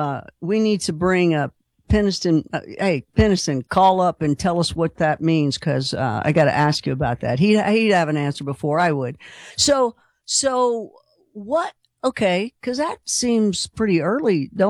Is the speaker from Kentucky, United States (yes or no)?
yes; Kentucky, United States; born there; I was born in Kentucky, and when I lived in Philly in Rittenhouse Square